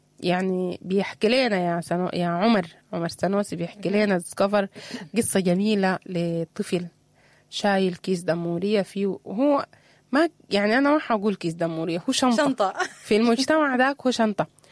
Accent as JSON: {"language": "Arabic", "country": "Sudan", "said": "بلدنا السودان."}